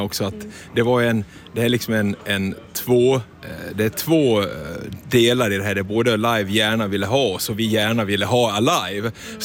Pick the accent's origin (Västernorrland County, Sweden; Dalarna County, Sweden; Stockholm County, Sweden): Dalarna County, Sweden; Borlänge; Så att nu få starta upp igen hemma i Borlänge, ja, det känns väldigt rätt.